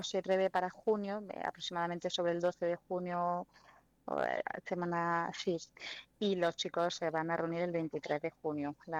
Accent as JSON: {"language": "Spanish", "town": "Granada", "region": "Andalusia", "country": "Spain", "said": "No, yo no soy de Sant Esteban, soy de Granada."}